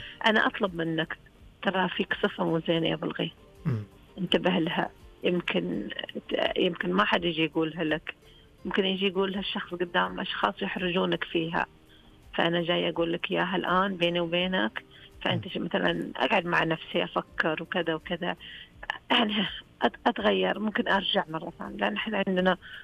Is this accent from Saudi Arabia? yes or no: yes; Saihat, Eastern Province, Saudi Arabia; accent: Sihati (Saihat dialect); also born or lived in Al-Jawf; أنا بجي أتكلم لهجة الرياض وأنا لهجتي سهاتية، ما بغيرها. أنا قعدت 7 سنين في الجوف يا أبو الغيث، خليتهم يتكلمون سهاتي